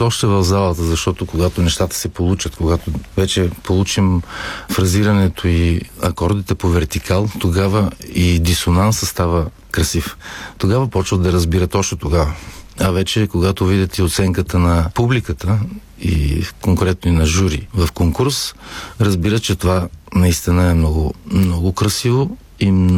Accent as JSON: {"language": "Bulgarian", "town": "Gorna Oryahovitsa", "region": "Veliko Tarnovo Province", "country": "Bulgaria", "also_born_or_lived": "Plovdiv", "moved": "yes", "said": "тъй като съм от Горна Оряховица."}